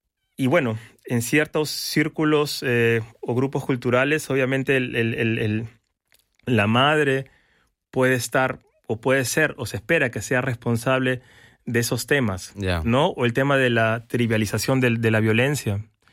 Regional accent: Peru; now in Germany; soy de Perú.

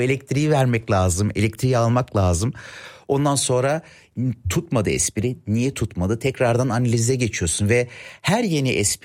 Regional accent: Cologne, North Rhine-Westphalia, Germany; 1987 senesinde dünyaya geldim. Doğma büyüme Kölnlüyüm. Babam zamanında işçi olarak Almanya'ya geliyor.

